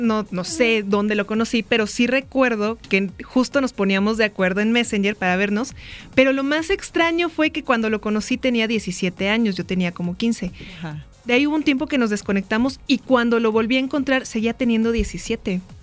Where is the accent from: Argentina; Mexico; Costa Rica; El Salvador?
Mexico; mi lengua materna no es el inglés, tenme paciencia. ¿De dónde eres? No, de México.